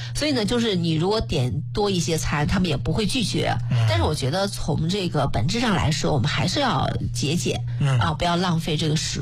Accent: China; 我觉得还是要保持我们中国人的这种素养。

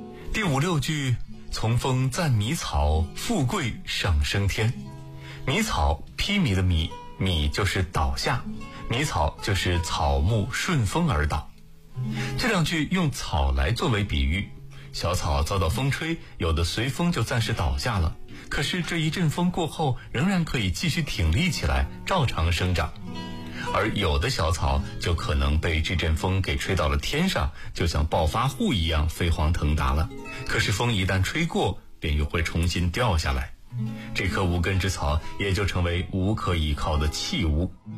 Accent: China; 我们中国人

